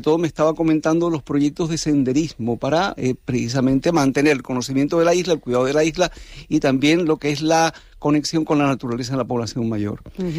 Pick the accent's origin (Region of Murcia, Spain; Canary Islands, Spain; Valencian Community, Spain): Canary Islands, Spain; Tenerife; born there; now in Las Palmas, Spain; yo soy isletero, bueno, todavía no soy isletero adoptivo siquiera, ¿no? Porque dicen que nací en Tenerife y me quedan unos cuantos años por delante.